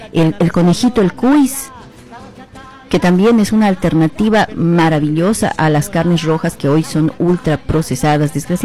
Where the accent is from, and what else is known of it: Bolivia